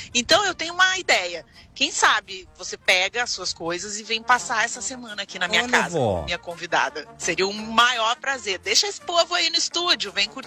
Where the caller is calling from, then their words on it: Florianópolis, Santa Catarina, Brazil; eu falo aqui de Florianópolis.